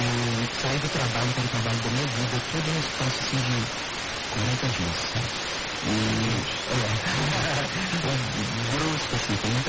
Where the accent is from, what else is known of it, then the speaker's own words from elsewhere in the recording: Ouro Branco, Minas Gerais, Brazil; uma goiana que morou muito tempo no Ouro Branco, que é a cidade onde eu cresci